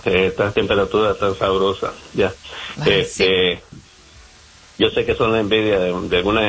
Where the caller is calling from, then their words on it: New York, United States; Te hablo desde Nueva York